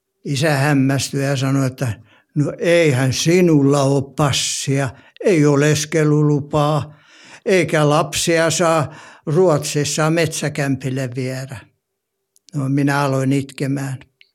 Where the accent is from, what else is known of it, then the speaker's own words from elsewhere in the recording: Kortesjärvi, South Ostrobothnia, Finland; born there; No niin, nyt mennään tosiaan sinne Pohjanmaalle. Mä oon syntynyt Kortesjärvellä 1938.